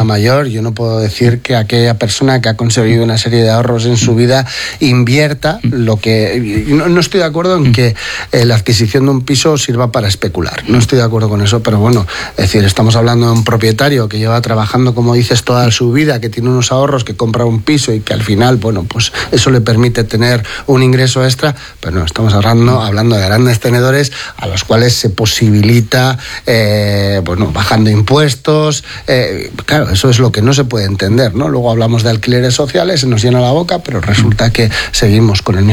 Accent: Sestao, Basque Country, Spain; en mi pueblo, en Sestao

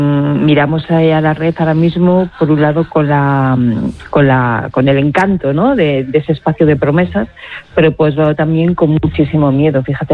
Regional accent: Aragon, Spain; yo soy aragonesa

